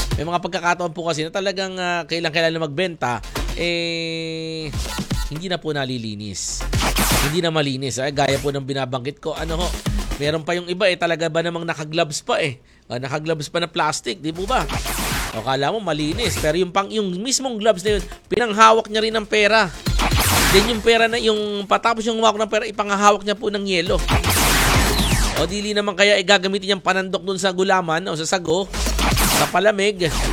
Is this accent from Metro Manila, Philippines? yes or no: yes; Tondo, Metro Manila, Philippines; Lalo na sa One Luna noon, nung ako'y taga-Tondo pa. Sa One Luna, bago makauwi, eh, dadaan muna ako dyan.